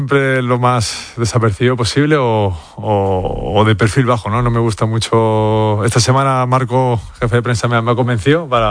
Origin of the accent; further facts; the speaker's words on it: Madrid, Community of Madrid, Spain; born there; me tuve que volver aquí a Madrid